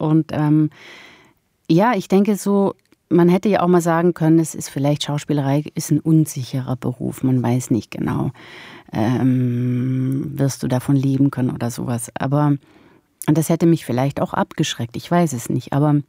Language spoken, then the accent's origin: German; Switzerland; accent: Swiss German; now in Germany; antworten mir mittlerweile auf Hochdeutsch, obwohl ich Schweizerdeutsch spreche.